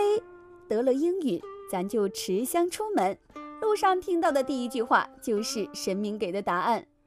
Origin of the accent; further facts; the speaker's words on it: Quanzhou, Fujian, China; 咱们泉州人